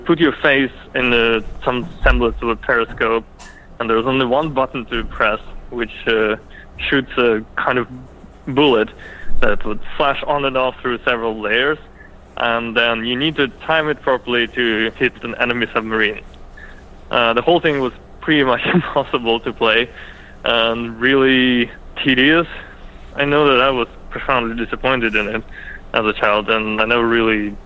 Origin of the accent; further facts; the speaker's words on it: Russia; I grew up in Russia